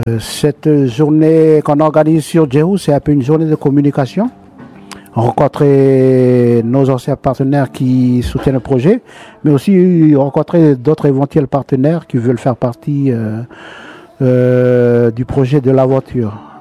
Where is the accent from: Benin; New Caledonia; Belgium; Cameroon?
New Caledonia; now in Rennes, France; Je suis originaire de la tribu de Hapecha.